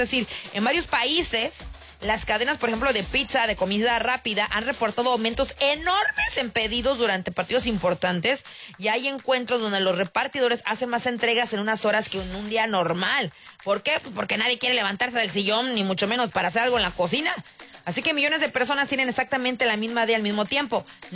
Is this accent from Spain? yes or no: no; Mexico; now in United States; porque aquí no nada más somos mexicanos en Estados Unidos